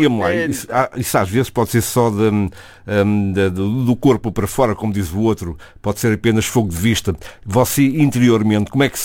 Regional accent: Ribatejo, Portugal; Eu também venho do Ribatejo

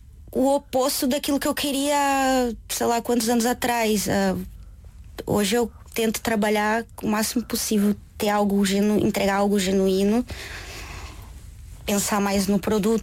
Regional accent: Brazil; moved away as an adult; also born or lived in São Paulo (state) / Paraná; now in Portugal; eu venho do Paraná, é um tipo de cultura, mas cresci no interior, que aí é outro tipo de cultura

